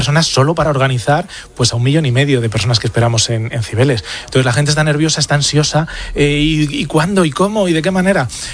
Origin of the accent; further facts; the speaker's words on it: Madrid, Community of Madrid, Spain; also born or lived in León; Yo nací en León, pero llevo toda la vida aquí en Madrid, o sea que sí, puedo decir que soy de Madrid.